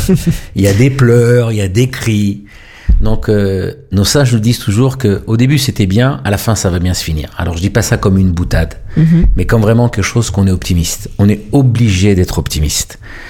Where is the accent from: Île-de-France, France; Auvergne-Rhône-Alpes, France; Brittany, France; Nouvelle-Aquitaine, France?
Île-de-France, France; Paris; moved away as an adult; now in Israel; moi j'ai grandi à Paris jusqu'à 18 ans.